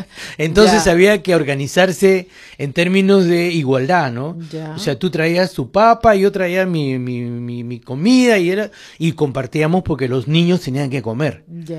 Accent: Lima, Peru; born there; desde el centro de Lima.

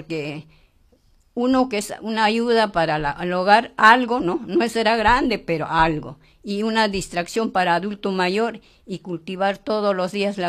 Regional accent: Villa El Salvador, Lima, Peru; sigo contribuyendo con mi pueblo, Villa Salvador, con el cambio climático ambiental

